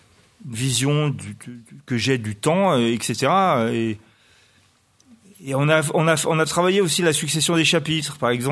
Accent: Grenoble, Auvergne-Rhône-Alpes, France; je suis grenoblois, je me suis dit, mais Grenoble a été détruit en 1219.

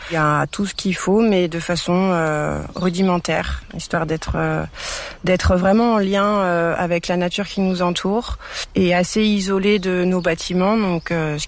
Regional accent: Paris, Île-de-France, France; Moi, je viens de Paris.

